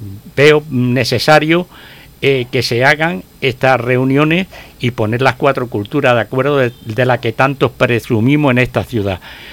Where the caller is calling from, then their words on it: Ceuta, Spain; yo sentí vergüenza ajena como caballa y como español.